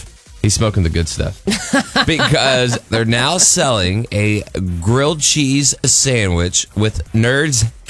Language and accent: English; Evansville, Indiana, United States; moved away; my hometown, Evansville, Indiana